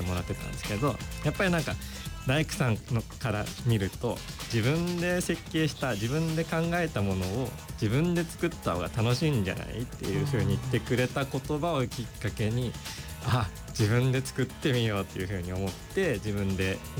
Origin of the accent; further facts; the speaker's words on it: Kanagawa, Japan; moved away as an adult; now in Daigo, Japan; 出身神奈川なんですけど、もともと 5,6 年前に大子町の方に移住してきて